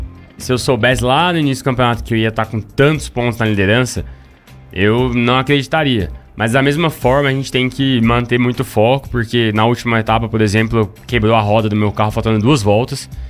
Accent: Palmas, Tocantins, Brazil; also born or lived in Brasília; Eu sou do Tocantins, né, de Palmas, mas quando eu comecei a correr de kart não tinha kartódromo lá, então quando eu era molequinho ali, 6, 7, 8 anos, minhas corridas eram todas aqui no kartódromo do Guará.

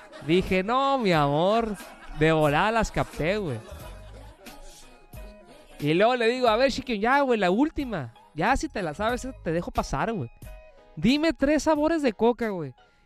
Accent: Punta Banda, Baja California, Mexico; ¿Cómo me identificas que soy de Punta Banda, güey?

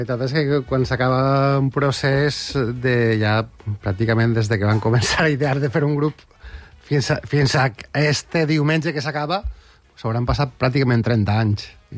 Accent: Pego, Valencian Community, Spain; som de Pego i és una cosa que mos estira molt

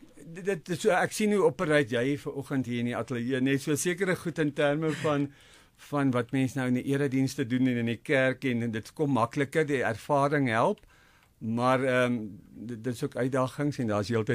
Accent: Heidelberg, Gauteng, South Africa; also born or lived in Virginia / Sasolburg; Ek's gebore in Virginia in die Vrystaat en toe is ek in die laerskool Laer Volksskool Heidelberg. In Hoër Volksskool Heidelberg tot so in die ou standaard 8, vandag graad 10

